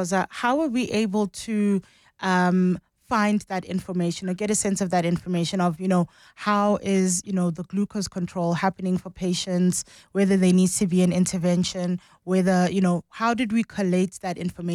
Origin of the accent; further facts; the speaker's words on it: Johannesburg, Gauteng, South Africa; we're returning to my hometown, my home city, the city of Joburg.